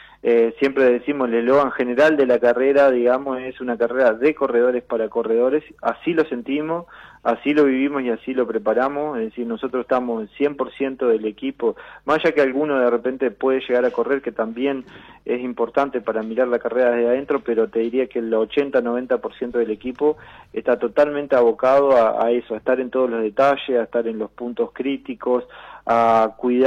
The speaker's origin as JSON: {"language": "Spanish", "region": "Tacuarembó", "country": "Uruguay", "said": "los que somos de Tacuarembó sabemos"}